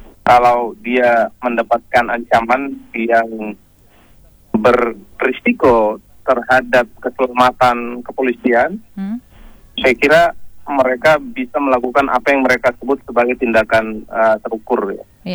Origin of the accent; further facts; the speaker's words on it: North Sumatra, Indonesia; Kebetulan saya orang Sumatera Utara, ya.